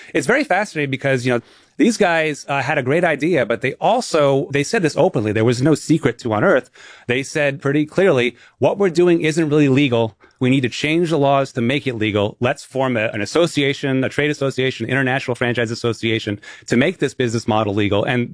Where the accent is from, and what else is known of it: New England, United States